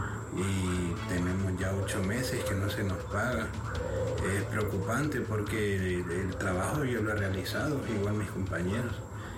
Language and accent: Spanish; Tegucigalpa, Francisco Morazán, Honduras; moved away as an adult; now in Puerto Lempira, Honduras; soy de Tegucigalpa